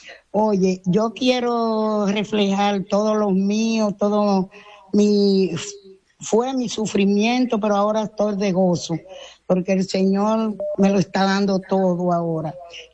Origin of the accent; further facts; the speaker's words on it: Río Seco, La Vega, Dominican Republic; now in Licey al Medio, Dominican Republic; de allá de La Vega soy yo, de Río Seco, La Vega. Y vivo aquí en Licera al Medio, Santiago.